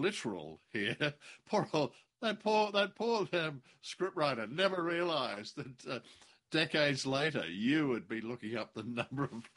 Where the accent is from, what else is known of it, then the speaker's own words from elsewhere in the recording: Australia; I'm an Australian, obviously, but my father had 11 brothers and sisters.